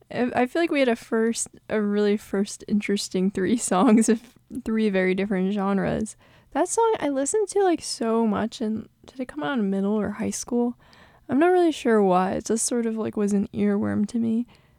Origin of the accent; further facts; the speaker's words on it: Queens, New York, United States; but I'm from Queens, and like to go to the US Open